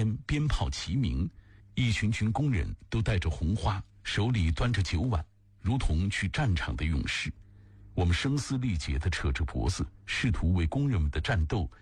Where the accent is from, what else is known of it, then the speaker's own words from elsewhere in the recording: Shandong, China; moved away; 我是山东人，出生在一个中等工业城市。我在那里读中小学，读大学，大学毕业后在那里工作了很长时间。